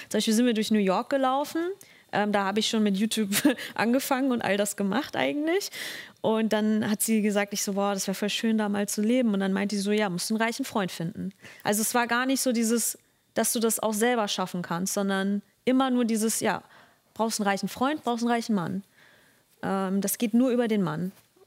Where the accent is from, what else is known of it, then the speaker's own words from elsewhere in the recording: Germany; Also am Ende bin ich halt schon in Deutschland groß geworden. Das ist halt einfach so hier mein Land irgendwo.